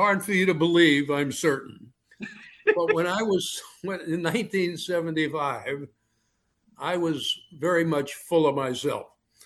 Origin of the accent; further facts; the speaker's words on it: New York, United States; I'm a New Yorker